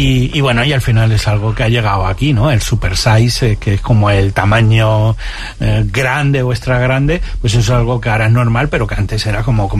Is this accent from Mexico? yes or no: no; Extremadura, Spain